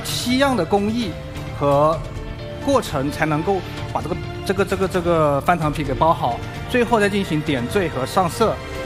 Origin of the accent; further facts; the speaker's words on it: Guangxi, China; accent: Guangxi; 我是广西的人。你听我口音就像广西人嘛。